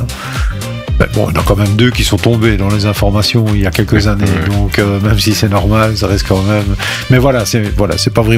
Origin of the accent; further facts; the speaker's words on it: Belgium; chez nous en Belgique.